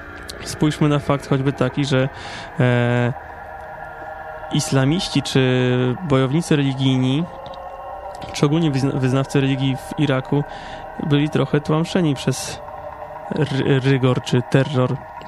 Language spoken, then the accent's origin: Polish; Warmian-Masurian Voivodeship, Poland; który jest z okolic mojego rodzinnego miasta, czyli z Warmii.